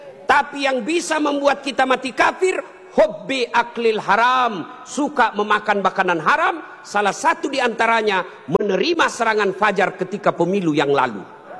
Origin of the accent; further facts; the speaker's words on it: South Sulawesi, Indonesia; Kalau kami orang Bugis tidak takut sama istri.